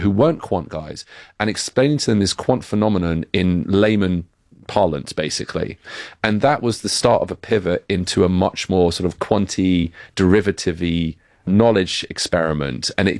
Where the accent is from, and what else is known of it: United Kingdom; accent: British